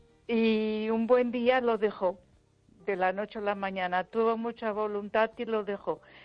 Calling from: Ponferrada, Castile and León, Spain; de Ponferrada.

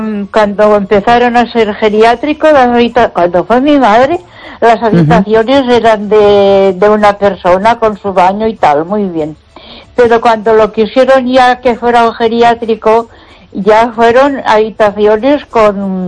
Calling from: Castile and León, Spain; yo vivo, claro, yo vivo en León, mi marido también trabajaba aquí en León, entonces teníamos que estar aquí.

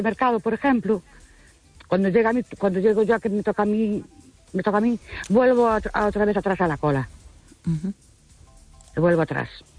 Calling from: Ourense, Galicia, Spain; de Orense.

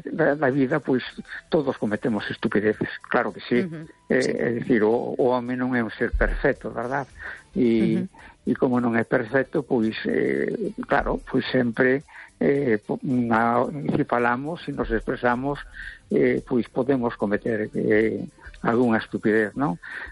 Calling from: A Coruña, Galicia, Spain; de La Coruña.

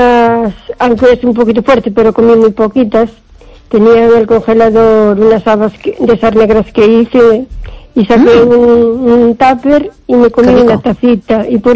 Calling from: Carballiño, Galicia, Spain; Hola, buenas noches, Esther. … de Carballiño.

